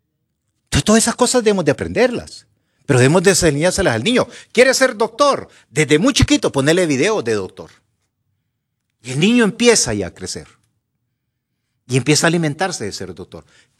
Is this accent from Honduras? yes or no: yes; La Trinidad, Comayagua, Honduras; El otro día platicaba yo con unos niños de allá de mi pueblo, la Trinidad Comayagua.